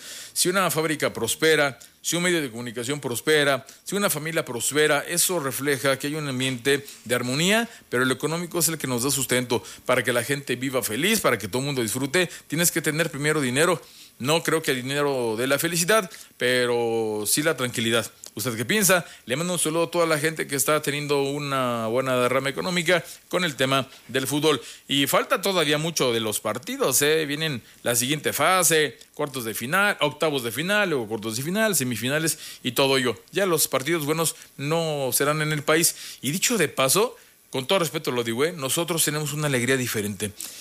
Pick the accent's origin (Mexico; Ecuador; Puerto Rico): Mexico; Michoacán; Somos michoacanos, orgullosamente michoacanos